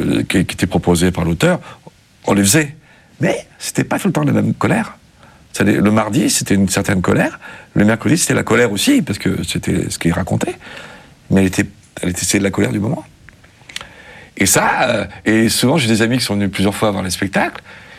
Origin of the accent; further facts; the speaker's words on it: Mâcon, Bourgogne-Franche-Comté, France; born there; je vais avoir 16-17 ans par là. Je m'intéresse vraiment. Et là, je suis à Mâcon